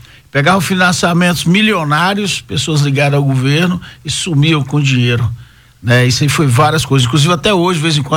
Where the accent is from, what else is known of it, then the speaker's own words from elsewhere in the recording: Piauí, Brazil; now in Goiânia, Brazil; vou falar da minha terra, né? Lá do Cachumbó do Piauí, lá que não tem ninguém, uma curtelinha.